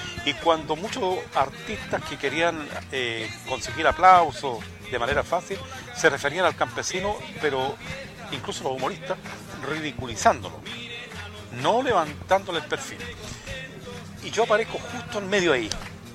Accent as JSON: {"language": "Spanish", "region": "Araucanía", "country": "Chile", "tie": "born there", "said": "Y yo en mi tierra escuché gente"}